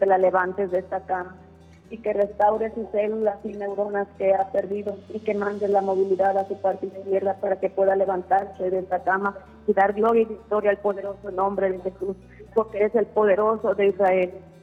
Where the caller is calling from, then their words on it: Tamazula de Gordiano, Jalisco, Mexico; Tamaquila de Gordiano, Jalisco.